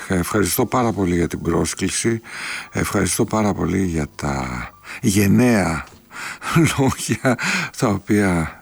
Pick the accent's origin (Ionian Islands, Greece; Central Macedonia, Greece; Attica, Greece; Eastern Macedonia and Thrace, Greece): Attica, Greece; Piraeus; Μεγάλωσα, έζησα στον Πειραιά, σε μια γειτονιά του Πειραιά, πολύ συγκεκριμένη γειτονιά, με συγκεκριμένα χαρακτηριστικά, στην Παλιά Κοκκινιά.